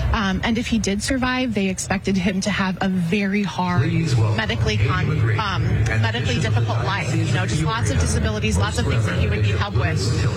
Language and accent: English; Midwest, United States; I'm a Midwesterner.